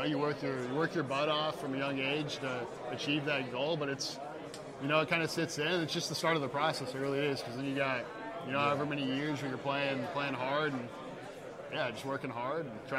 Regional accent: Kansas City, Missouri, United States; From Kansas City, Missouri.

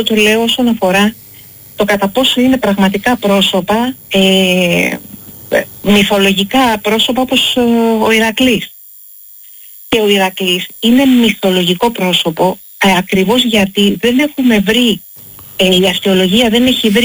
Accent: Greece; επειδή κάποιος με ρώτησε αν είμαι Ελληνίδα, από όσο ξέρω είμαι Ελληνίδα. Αλλά δεν είμαι Ελληνίδα επειδή έκανα τεστ DNA. Είμαι Ελληνίδα επειδή μοιράζομαι τους ίδιους μύθους

